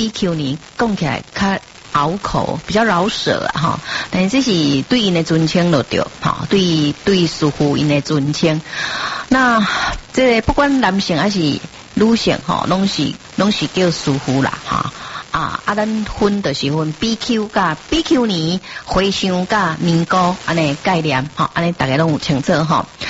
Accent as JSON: {"language": "Chinese", "country": "Taiwan", "said": "就是我们台湾人比较有那种心存敬意的概念"}